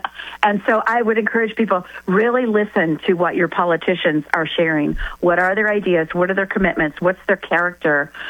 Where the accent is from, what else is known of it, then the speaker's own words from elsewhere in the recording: Winter Park, Florida, United States; I grew up in Winter Park.